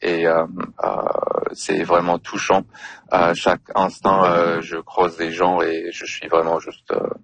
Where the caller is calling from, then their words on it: British Columbia, Canada; moi, je suis à Carmias, donc à une trentaine de kilomètres de Penticton. Je passe à Penticton, je vis à Carmias.